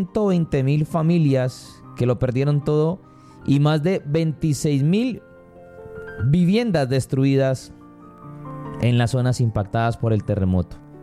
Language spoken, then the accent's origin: Spanish; Colombia